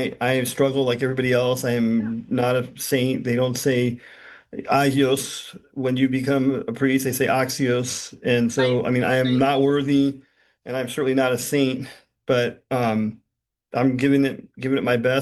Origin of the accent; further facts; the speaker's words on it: California, United States; I was born and raised in California. My formative years, I guess, were at St. Anthony's in Pasadena, and in college, I went to St. Sophia Cathedral in Los Angeles.